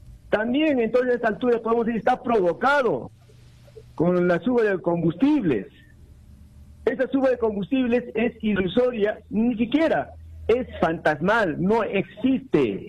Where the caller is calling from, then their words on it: Juliaca, Puno, Peru; desde Juliaca.